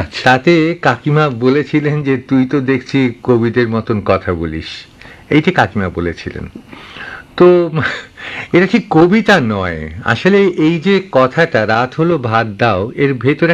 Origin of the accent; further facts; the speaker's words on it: Faridpur, Dhaka Division, Bangladesh; ফরিদপুর জেলার এমন একটি গ্রাম যেখান থেকে সবচাইতে কাছের রেল স্টেশনটিও ছিল প্রায় 24 মাইল দূরে, এমন একটি গ্রামের ছেলে আমি।